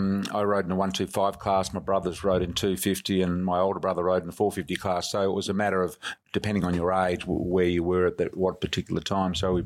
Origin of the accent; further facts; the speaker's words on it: Mandurah, Western Australia, Australia; I grew up in Western Australia, so I'm from a little place called Mandurah, just south of Perth in Western Australia, about an hour out of Perth. My childhood was very loose. I was able to do what I want. Lived in a small town of 2,000 or 3,000 people.